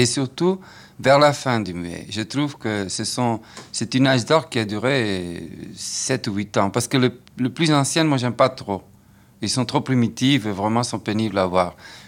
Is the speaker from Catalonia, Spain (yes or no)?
yes; Barcelona, Catalonia, Spain; moved away; also born or lived in Cuba; mon enfance à Barcelone.